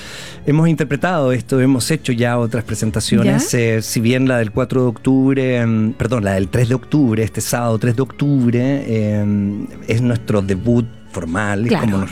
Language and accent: Spanish; Chile; Como chilenos somos muy quedados a la hora de observarnos con respeto, con cariño y también con admiración.